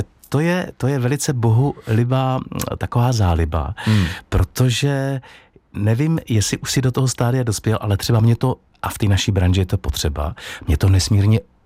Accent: Moravia, Czechia; jsem taky z Moravy

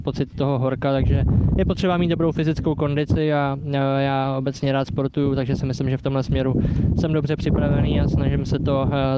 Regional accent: Mladá Boleslav, Central Bohemian Region, Czechia; protože jsem rodák z Mladé Boleslavy, takže v domovském městě Škodovky je to pro mě taková speciální motivace

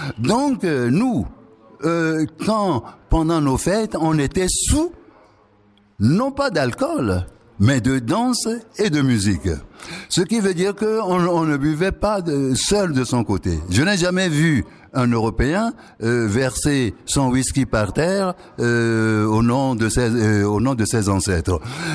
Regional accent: Togo; Je n'ai jamais vu ça chez moi au Togo.

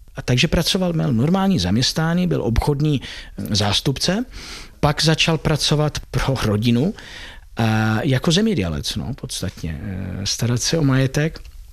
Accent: Tuscany, Italy; Czech is a second language; moved away as an adult; also born or lived in Pisa / Netherlands; now in Czech Republic; já jsem strávil moje dětství v Toskánsku, v Itálii

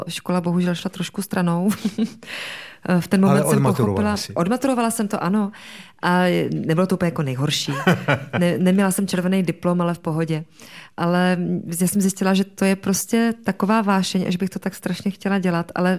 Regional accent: Hodonín, South Moravian Region, Czechia; Já jsem měla krásné dětství, a když se řekne slovo dětství, tak já to mám zalitý opravdu sluncem, protože jsem vyrůstala ve velmi milující rodině.

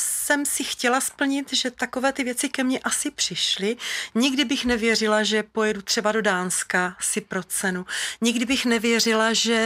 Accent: Uherské Hradiště, Zlín Region, Czechia; A když řekneme, že jsme z Uherského Hradiště, tak každý ví.

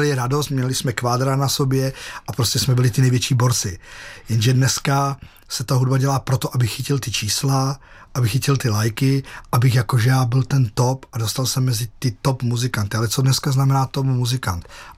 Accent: Plzeň Region, Czechia; jsem vyrůstal na Rokycansku

